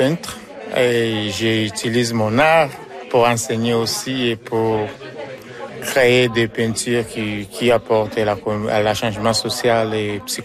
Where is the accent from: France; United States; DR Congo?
DR Congo; also born or lived in Uganda; now in Campbell River, Canada; Je viens de la RDC, de la République démocratique du Congo. Je me suis immigré au Canada, à Campbell River, avec ma famille.